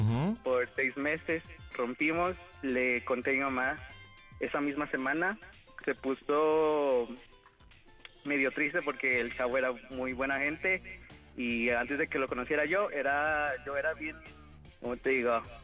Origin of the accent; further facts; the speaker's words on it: Mexico; Soy de México.